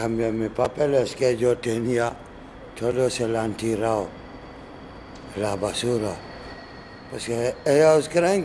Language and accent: Spanish; Conakry, Guinea; Spanish is a second language; now in Spain; Soy de Guinea